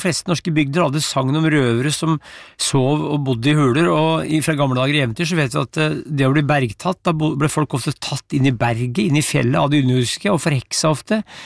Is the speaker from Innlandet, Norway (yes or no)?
yes; Brumunddal, Innlandet, Norway; da jeg vokste opp i Brumunddalen